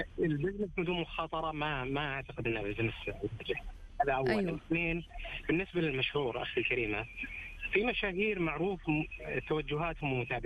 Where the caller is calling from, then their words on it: Riyadh, Riyadh Province, Saudi Arabia; من الرياض.